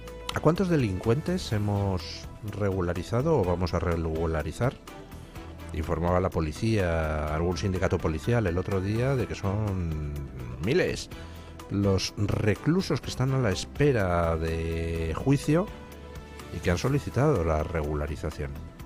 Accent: Spain; no es solo que me fastidien la vida a quienes somos españoles o vivimos en España o viven en España desde hace muchísimo tiempo.

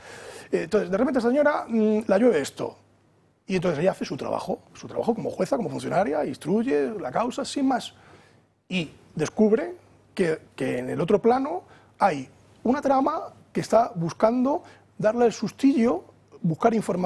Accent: Ávila, Castile and León, Spain; una jueza en Ávila, ¿no? Que en mi tierra

